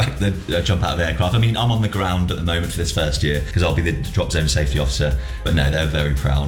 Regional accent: East of England, United Kingdom; my hometown is that area.

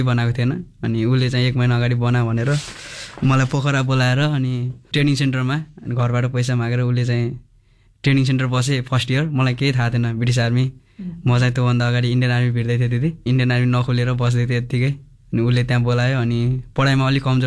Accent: Kohalpur, Lumbini Province, Nepal; moved away; मेरो घर नेपालगञ्ज दिदी

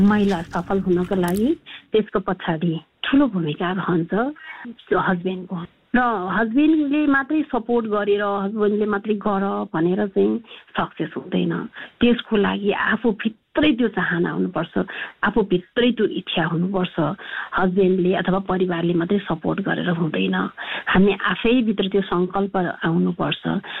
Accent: Gundu, Bagmati, Nepal; म जन्मेको चाहिँ भक्तपुरको गुन्डु, अहिले फेमस नै छ गुन्डु भन्ने ठाउँ।

